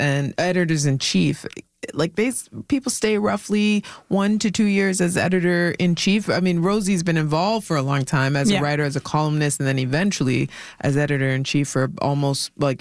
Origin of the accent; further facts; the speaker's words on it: Montreal, Quebec, Canada; moved away as an adult; also born or lived in Ottawa / Toronto; I'm from Montreal, but I had gone to university in Ottawa, then journalism school in Toronto